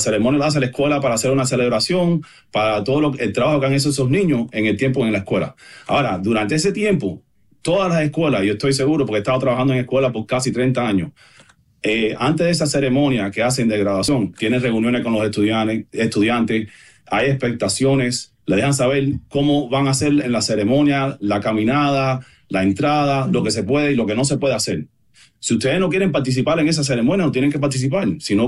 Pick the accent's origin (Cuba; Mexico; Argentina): Cuba; now in United States; Yo soy inmigrante, yo soy cubano, vine en Mariel en el 80, fui el segundo en mi familia de graduarse aquí en los Estados Unidos.